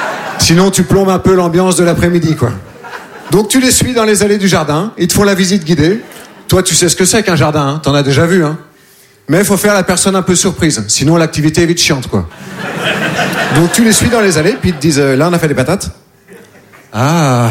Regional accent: Nouvelle-Aquitaine, France

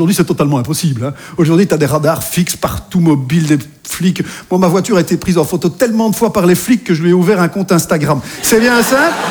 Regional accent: Belgium; now in France; Je veux dire, je suis belge, j'habite en France et j'ai été dépucelé en Espagne par une Anglaise.

